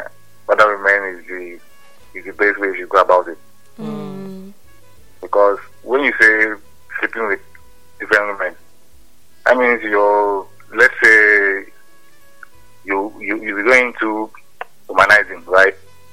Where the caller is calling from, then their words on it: Calabar, Cross River, Nigeria; I'm calling from Calabar.